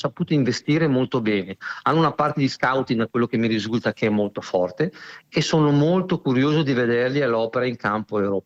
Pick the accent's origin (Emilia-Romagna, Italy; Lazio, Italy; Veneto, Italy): Veneto, Italy; Vicenza; io sono vicentino